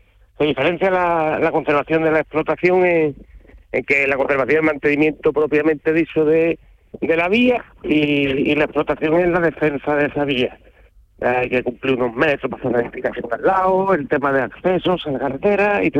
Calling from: Vejer de la Frontera, Andalusia, Spain; Soy en Vejer de la Frontera, un maravilloso pueblo aquí de la provincia de Cádiz.

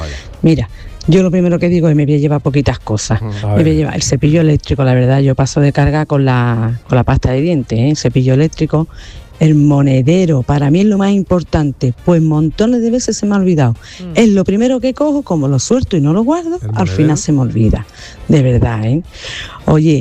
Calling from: Cádiz, Andalusia, Spain; de aquí de Cádiz.

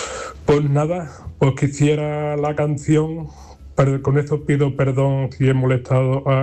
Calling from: Brenes, Andalusia, Spain; de Brenes

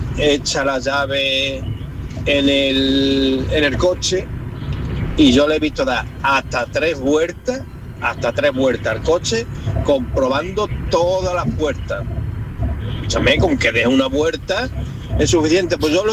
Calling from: Málaga, Andalusia, Spain; de Málaga.

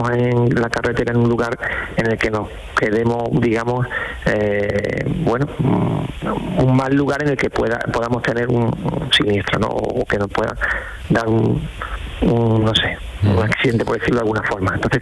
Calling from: Dos Hermanas, Andalusia, Spain; A ver, desde Dos Hermanas, Sevilla.

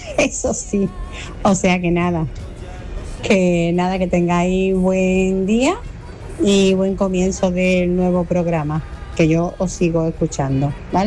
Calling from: Málaga, Andalusia, Spain; Hola, buenos días. Soy … de Málaga.

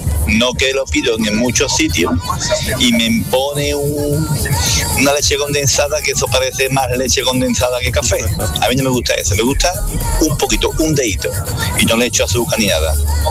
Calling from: Lebrija, Andalusia, Spain; del Brija.

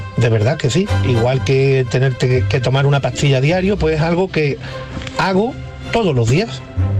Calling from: Algeciras, Andalusia, Spain; vivo en Algeciras.

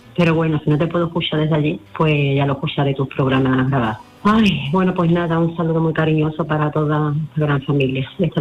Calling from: Seville, Andalusia, Spain; de Sevilla.

